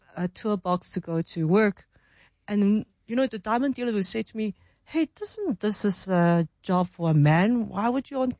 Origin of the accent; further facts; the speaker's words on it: Hong Kong; So because I'm from Hong Kong, I can speak Cantonese.